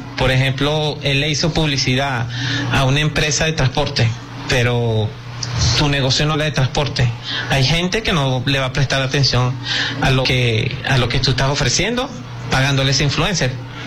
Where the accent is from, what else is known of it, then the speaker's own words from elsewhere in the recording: Venezuela; Entonces, nosotros como venezolanos, pues decidimos aportar